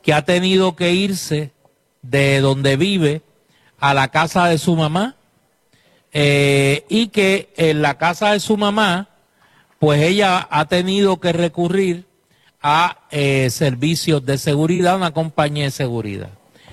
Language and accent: Spanish; Caguas, Puerto Rico; No es un secreto que yo soy de Cagua.